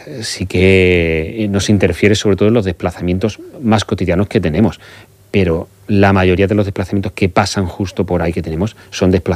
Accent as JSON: {"language": "Spanish", "town": "Málaga", "region": "Andalusia", "country": "Spain", "tie": "born or raised there", "moved": "yes", "said": "Voy a poner un ejemplo de Málaga, voy a tirar por mi tierra si me lo permites"}